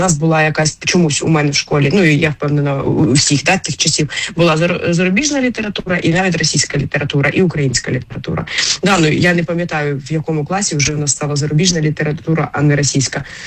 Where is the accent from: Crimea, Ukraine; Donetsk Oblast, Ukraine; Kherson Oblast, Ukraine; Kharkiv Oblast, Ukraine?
Kharkiv Oblast, Ukraine; Kharkiv; Я сама з Харкова родом. І треба сказати, що коли я в дитинстві